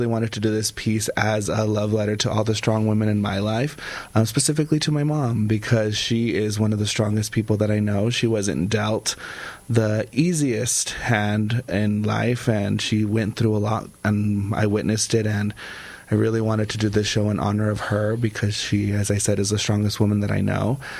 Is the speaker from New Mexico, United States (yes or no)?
yes; Chamberino, New Mexico, United States; moved away as an adult; now in Las Cruces, United States; I grew up in Chamberino.